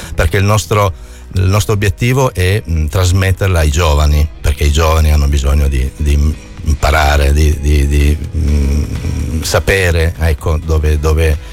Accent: Turin, Piedmont, Italy; Sono nato a Torino, ho sempre vissuto in Piemonte, ho fatto le scuole in Piemonte

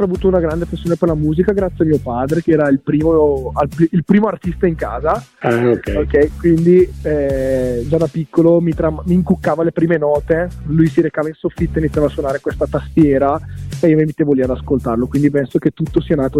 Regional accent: Lombardy, Italy; accent: Brescian; Sì, si sente dall'accento, sicuramente si sente, non sono di Catanzaro.

